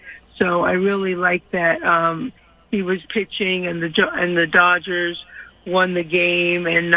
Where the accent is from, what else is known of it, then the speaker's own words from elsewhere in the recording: New York, United States; I mean, I'm from New York, so I have some friends and family, mostly Mets fans